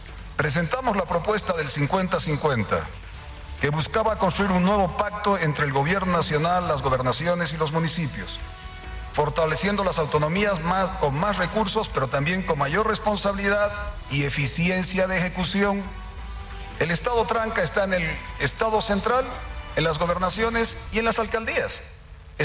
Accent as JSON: {"language": "Spanish", "country": "Bolivia", "said": "agradecer como boliviano, ya no como presidente"}